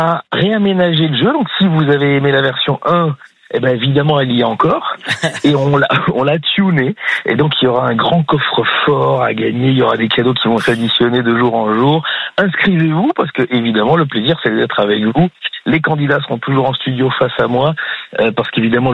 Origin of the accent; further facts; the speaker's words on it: Brussels, Belgium; moi en tant que Belge